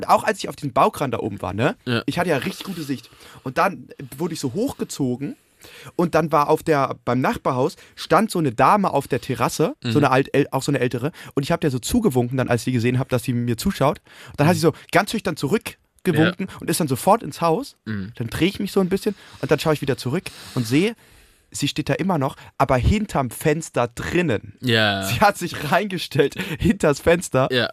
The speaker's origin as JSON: {"language": "German", "region": "Berlin", "country": "Germany", "said": "das Leben als Berliner ist einfach schwer, ist wenn man so von ganz Deutschland gehasst wird."}